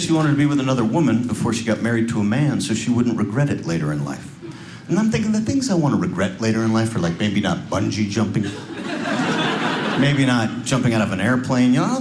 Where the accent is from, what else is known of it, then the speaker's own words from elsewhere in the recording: San Francisco, California, United States; So a lot of you can tell I'm originally from San Francisco.